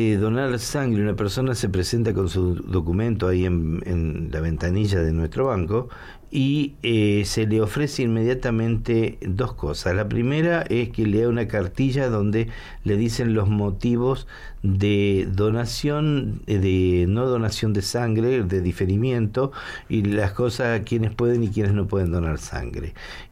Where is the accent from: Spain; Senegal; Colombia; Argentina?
Argentina